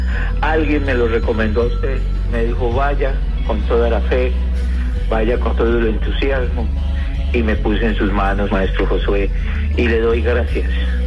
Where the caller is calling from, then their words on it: El Santuario, Antioquia, Colombia; Yo en este momento estoy aquí en Santuario